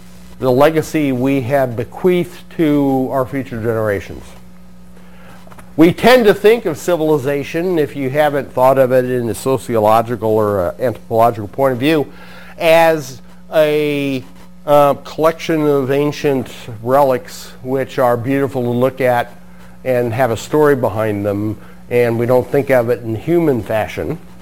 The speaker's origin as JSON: {"language": "English", "region": "Missouri", "country": "United States", "also_born_or_lived": "Alaska", "moved": "as an adult", "lives_now": "Connecticut, United States", "said": "Been here since 1996. Most of you know that I came from Missouri originally and went to Alaska for graduate school."}